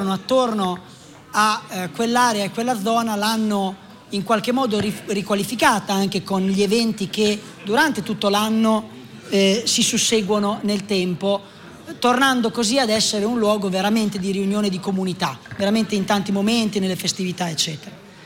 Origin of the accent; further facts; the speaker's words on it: Cailungo, Borgo Maggiore, San Marino; vengo dalla frazione di Cailungo, quindi del Castello di Borgo